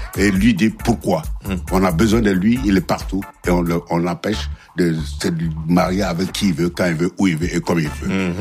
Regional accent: Côte d’Ivoire; chez nous en Côte d'Ivoire

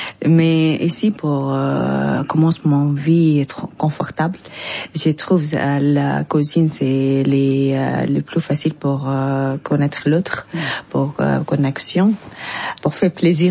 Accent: Lebanon; French is a second language; moved away as an adult; also born or lived in Syria; now in France; je suis libanaise

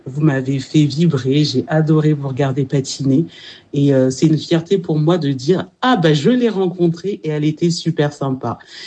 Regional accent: Champigny-sur-Marne, Île-de-France, France; Je viens de Seine-et-Marne. Mais avant ça, j'ai passé ma petite enfance à Champigny-sur-Marne.

